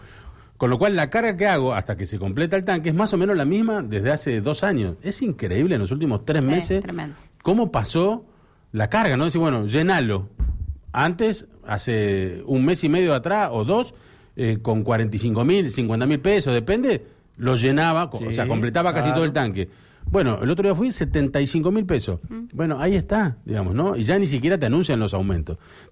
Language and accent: Spanish; Argentina; moved away; Hace 40 años que nosotros venimos a la Argentina, claro, claro. Como argentinos que vivimos afuera, nunca estuvo tan cara como ahora